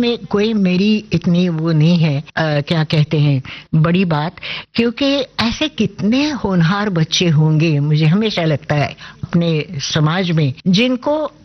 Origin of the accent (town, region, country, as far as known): Pune, Maharashtra, India; born or raised there; also born or lived in Lucknow